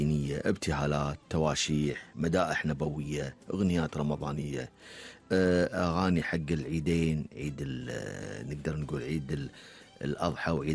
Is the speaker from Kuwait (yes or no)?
yes; Kuwait; عندنا في الكويت